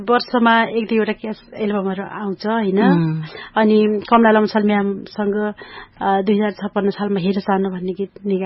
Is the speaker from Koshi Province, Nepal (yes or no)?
no; Rolpa, Lumbini Province, Nepal; born there; मेरो जन्म रोल्पा पासाङमा भएको थियो।